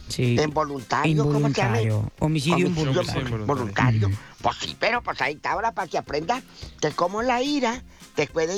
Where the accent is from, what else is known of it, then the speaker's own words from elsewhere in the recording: Matamoros, Tamaulipas, Mexico; Fíjate, anoche se presentó allá en mi tierra, en Matamoros